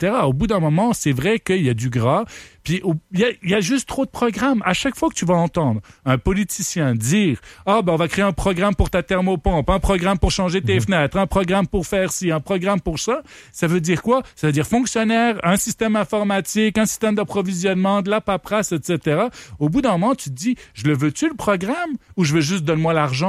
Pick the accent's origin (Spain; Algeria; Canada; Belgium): Canada; Ottawa, Ontario; Oui, je pense que oui, parce qu'écoute, moi je viens d'Ottawa